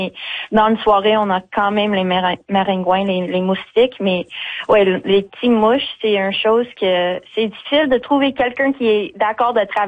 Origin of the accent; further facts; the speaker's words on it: Longueuil, Quebec, Canada; Non, j'ai grandi à Montréal, ben sur la rive sud à Longueuil, et j'ai étudié dans l'agriculture durable et système d'alimentaire à l'Université de Bishops.